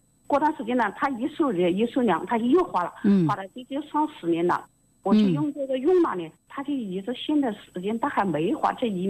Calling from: China; 我是云龙，金山县云龙镇。

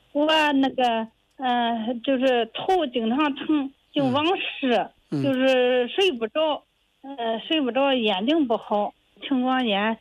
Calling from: Jinan, Shandong, China; 我是济南的。

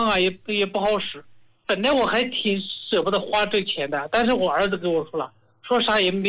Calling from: Hubei, China; 我是湖北人，

